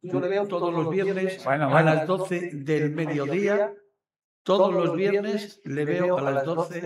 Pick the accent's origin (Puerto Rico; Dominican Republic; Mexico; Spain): Spain; Trujillo, Extremadura; Es de mi pueblo, de Trujillo.